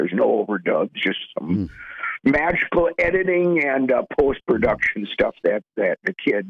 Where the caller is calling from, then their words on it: Ventura, California, United States; I'm in Ventura, California, down south.